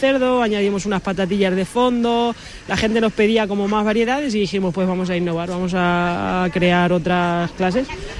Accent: Almagro, Castilla-La Mancha, Spain; Somos de Almagro, estamos a 22 kilómetros

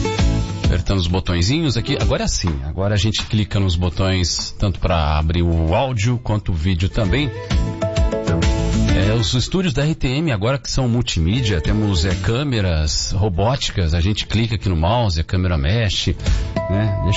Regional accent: Londrina, Paraná, Brazil; born there; Eu me recordo, minha mãe veio do Paraná, pastor, minha mãe é paranaense, nasci em Londrina.

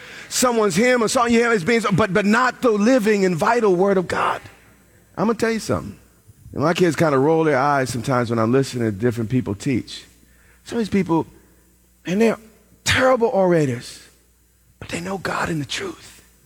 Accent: New York, United States; I'm from New York. What am I doing?

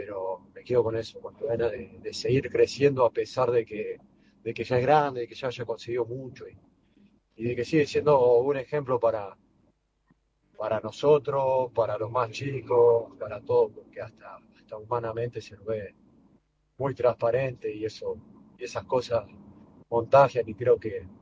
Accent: Argentina

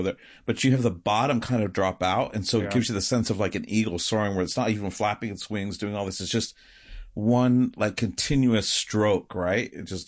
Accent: Michigan, United States; Michigan. So I grew up in...

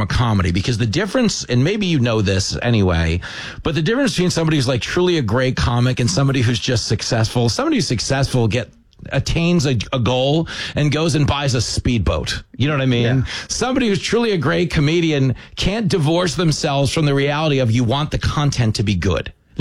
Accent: New York, United States; And as a New Yorker, I feel like I failed you because I did not climb that billboard.

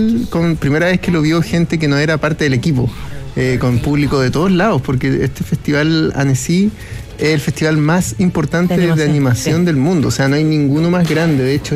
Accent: Chile; Y como chilena.

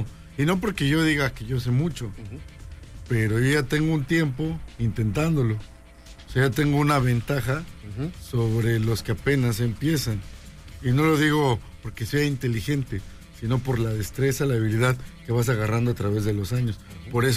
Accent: Tlaxcala, Mexico; Yo en mi pueblo vengo de Tlaxcala.

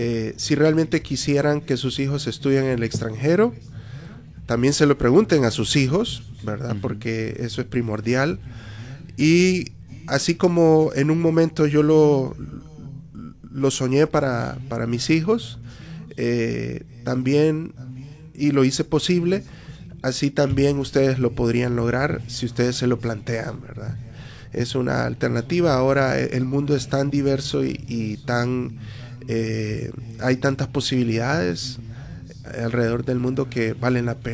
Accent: Honduras; Entonces tú tienes que hacer doble esfuerzo como hondureño, porque somos muy capaces, definitivamente que lo somos.

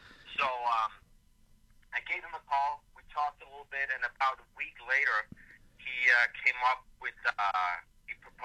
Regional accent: Copenhagen, Capital Region of Denmark, Denmark; moved away; So I grew up in Copenhagen, Denmark, and I lived over there at that time.

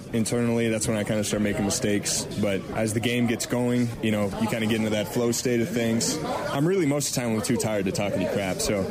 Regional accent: South Dakota, United States; being from South Dakota. So, you know, I'll have a lot of loved ones there, a lot of people from my hometown community, just from the state of South Dakota in general.

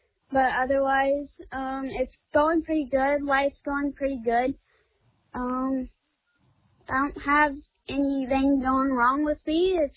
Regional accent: Cairo, Nebraska, United States; I'm from Cairo, Nebraska, a little small town west of Grand Island, Nebraska.

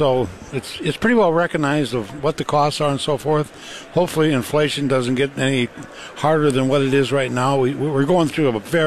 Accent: North Dakota, United States

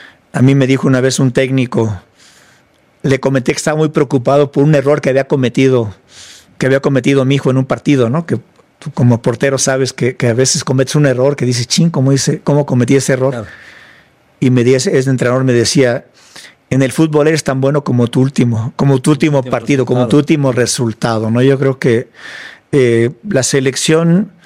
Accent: Mexico; como mexicano, dices, oye, qué padre que pude hacer algo que dejó un impacto duradero en cómo se hace el deporte en el país

